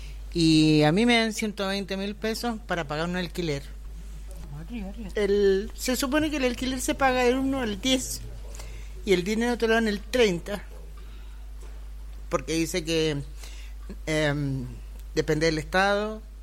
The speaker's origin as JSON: {"language": "Spanish", "country": "Chile", "said": "Yo he estado, yo soy chilena primero, y lamentablemente el presidente dio una orden que todos los extranjeros debemos pagar."}